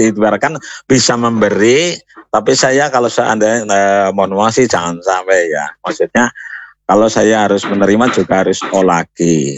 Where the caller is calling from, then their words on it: Banyumas, Central Java, Indonesia; Kali Bagor mbak.